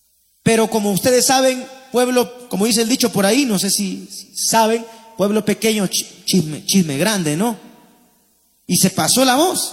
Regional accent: Paiján, La Libertad, Peru; en su pueblito nada más, en Paiján

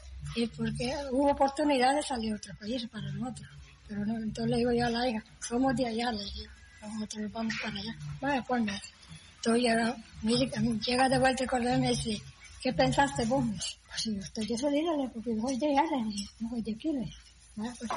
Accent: El Salvador; porque no somos de aquí, nosotros, le dije yo, somos del Salvador.

